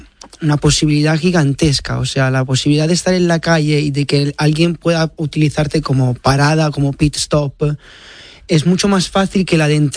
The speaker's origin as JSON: {"language": "Spanish", "country": "Italy", "second_language": "Spanish", "lives_now": "Barcelona, Spain", "said": "soy de italiano, de Italia"}